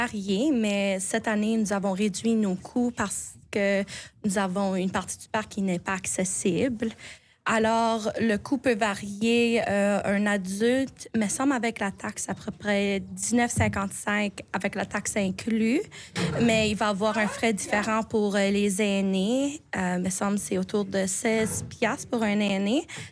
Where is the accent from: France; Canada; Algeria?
Canada; Quebec; accent: Acadian; moved away as an adult; now in New Brunswick, Canada; Je suis originaire des cantons de l'Est de Québec. Ça fait plusieurs années que je vis au Nouveau-Brunswick. Alors, vous pouvez attendre mon petit accent acadien. Mais les maisons en pierre où que moi, j'ai été élevée, c'était très normal.